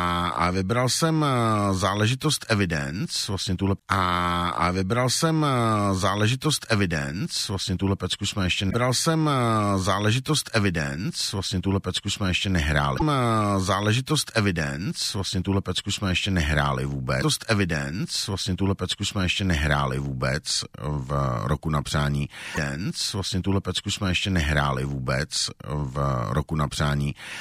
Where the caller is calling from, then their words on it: Olomouc, Olomouc Region, Czechia; Kamaráde z Olomouce, zdravím mé rodné město ještě jednou